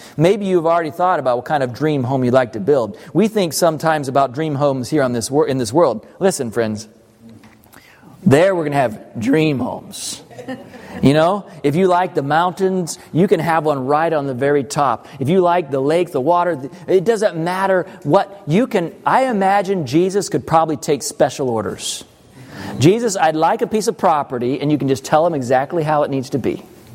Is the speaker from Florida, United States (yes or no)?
no; Arkansas, United States; I told them that I'm from Arkansas. I grew up in Arkansas.